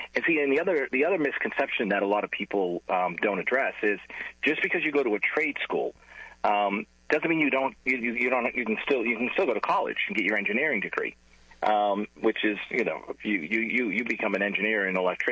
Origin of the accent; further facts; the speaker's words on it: Massachusetts, United States; moved away as an adult; now in Florida, United States; When I grew up in Massachusetts many years ago